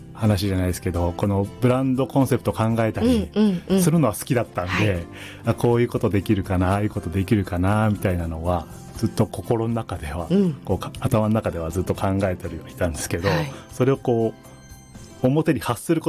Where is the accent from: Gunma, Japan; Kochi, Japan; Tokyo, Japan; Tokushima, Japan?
Gunma, Japan; Maebashi; moved away; あの前橋出身なんですけど、